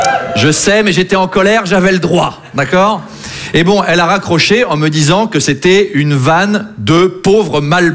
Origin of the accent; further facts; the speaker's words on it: Versailles, Île-de-France, France; Moi je viens de Versailles. Il y en a qui connaissent? Qui sont déjà allés? C'est un délire. Hein? Moi j'ai passé 22 ans de ma vie là-bas.